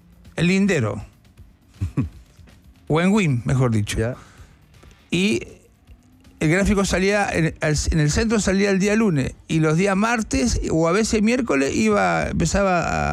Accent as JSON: {"language": "Spanish", "region": "Buenos Aires", "country": "Argentina", "tie": "born there", "said": "Sí, pues yo no soy porteño, porque yo nací en Capital Federal."}